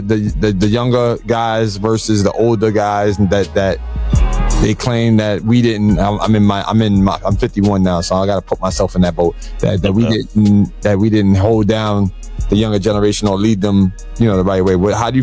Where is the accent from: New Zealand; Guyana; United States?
United States; Bronx, New York; is because I'm from the Bronx, I'm from the South Bronx